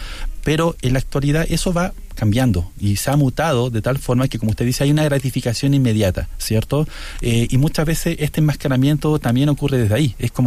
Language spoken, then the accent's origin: Spanish; Chile; niños que somos chilenos